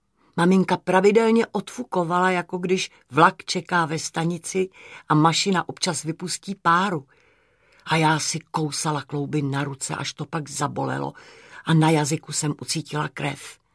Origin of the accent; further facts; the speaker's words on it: Nymburk, Central Bohemian Region, Czechia; Já jsem vyrostla v Nymburce. Nymburk byl železniční uzel. Kdo nebyl zaměstnaný u dráhy, byl podezřelej.